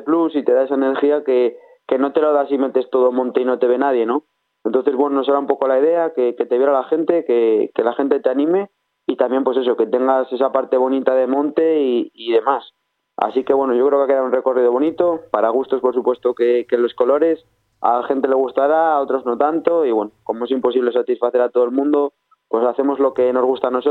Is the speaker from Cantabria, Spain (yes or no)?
yes; Piélagos, Cantabria, Spain; born there; moved away as an adult